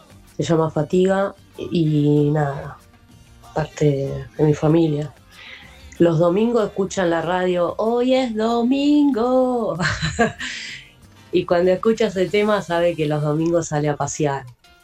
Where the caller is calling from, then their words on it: Ciudadela, Buenos Aires Province, Argentina; de acá de Ciudadela.